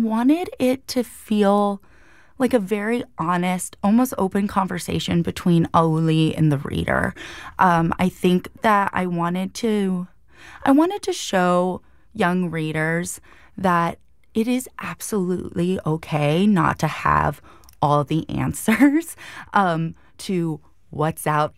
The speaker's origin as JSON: {"language": "English", "region": "Hawaii", "country": "United States", "said": "what's so powerful about being Native Hawaiian is the community aspect of it and feeling seen and known by other Native Hawaiians around me."}